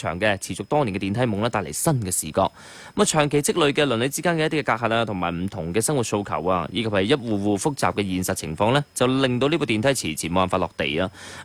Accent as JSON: {"language": "Cantonese", "region": "Guangdong", "country": "China", "said": "我哋廣東人好熟悉嘅一句粵語啦"}